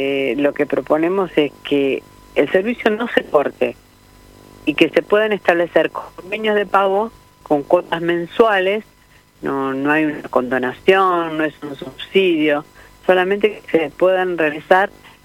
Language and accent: Spanish; Pergamino, Buenos Aires Province, Argentina; Yo soy de Pergamino, vivo en un barrio, el barrio Vicente López